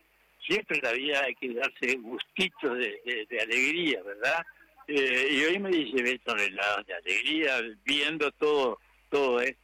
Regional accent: Tranqueras, Rivera, Uruguay; Bueno, y acá Tranqueras se logró una cantidad enorme de cosas, porque además era mi pueblo natal.

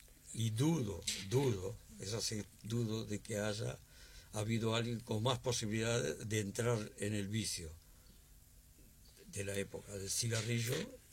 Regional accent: Montevideo, Uruguay; Yo fui criado en Joaquín Suárez, casi presidente de Viera, hasta que me casé. Y después me casé y viví a la vuelta. Y después viví enfrente a la casa de mis padres, así por Joaquín Suárez.

